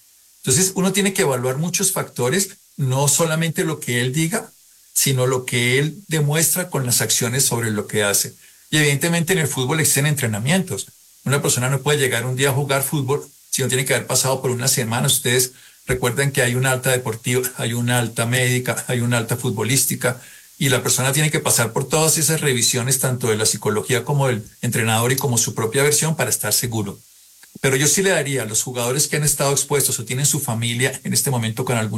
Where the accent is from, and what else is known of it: Colombia